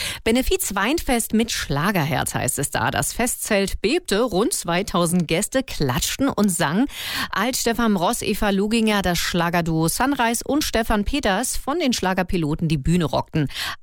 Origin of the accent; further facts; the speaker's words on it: Berlin, Germany; accent: Berliner Dialekt; Ich mit meinem Berliner Dialekt.